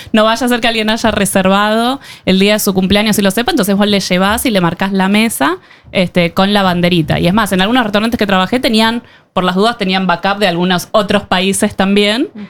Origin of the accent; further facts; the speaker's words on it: Buenos Aires, Argentina; al menos en Buenos Aires, voy a hablar como porteño por lo que conozco